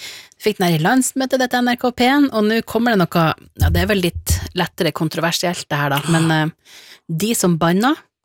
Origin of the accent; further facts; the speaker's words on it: Northern Norway, Norway; jeg er jo nordlending